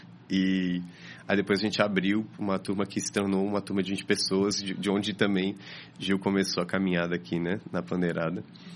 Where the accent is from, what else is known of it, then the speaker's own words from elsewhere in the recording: Rio Grande, Rio Grande do Sul, Brazil; moved away as an adult; now in Recife, Brazil; Eu sou do litoral sul do Rio Grande do Sul, numa cidade chamada Rio Grande.